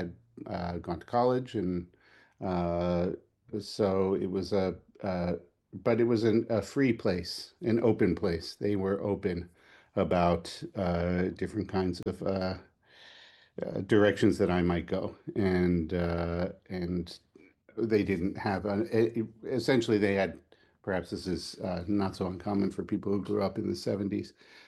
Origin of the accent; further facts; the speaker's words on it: New Jersey, United States; I grew up in actually in New Jersey, in South Jersey, near Philadelphia